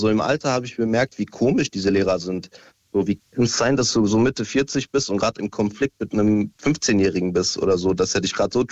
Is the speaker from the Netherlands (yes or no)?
no; United Arab Emirates; also born or lived in Syria; now in Germany; Also ich bin ursprünglich aus Syrien. Ich bin aus den Emiraten, aber nach Deutschland gezogen. Ich bin auch dort aufgewachsen.